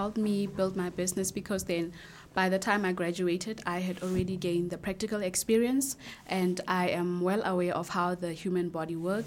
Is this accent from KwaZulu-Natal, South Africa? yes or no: no; Kuruman, Northern Cape, South Africa; It's my hometown.